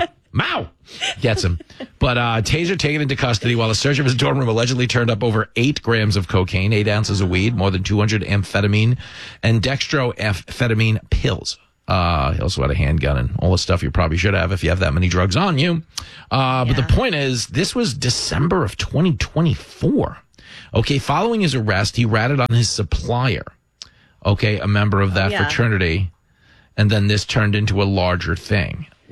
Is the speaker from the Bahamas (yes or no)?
no; Levittown, United States; Where I grew up in Levittown, we were drinking beer in like sixth grade.